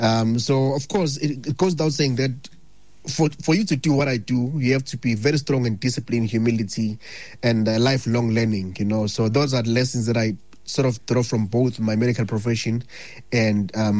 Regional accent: Ladysmith, KwaZulu-Natal, South Africa; I grew up in Ladysmith, attending in township and rural schools, where resources were very, very limited

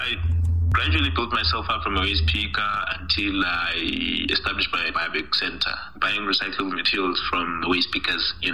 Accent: Johannesburg, Gauteng, South Africa; growing up in the township. I'll tell you this, growing up in Soweto back then

